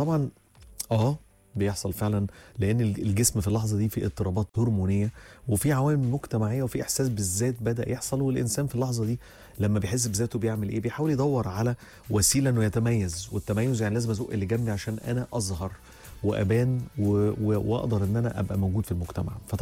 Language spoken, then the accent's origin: Arabic; Egypt; هيضحكوا جامد على حالنا مش كمصريين